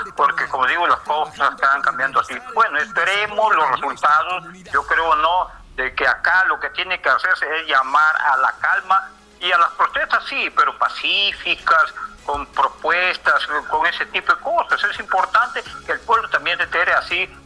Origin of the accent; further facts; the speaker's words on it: Peru; acá somos peruanos